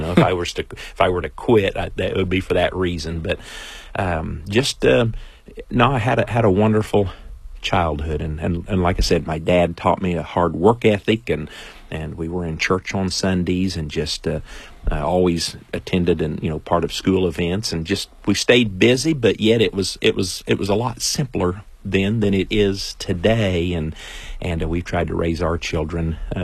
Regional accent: Louisville, Kentucky, United States; It's felt like Louisville, Kentucky, but pronounced correctly.

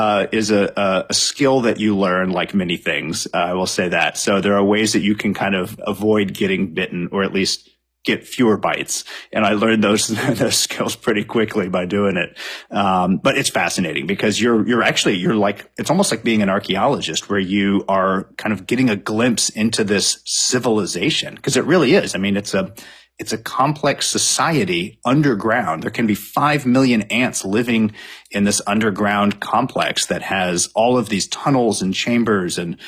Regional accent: Champaign-Urbana, Illinois, United States; born or raised there

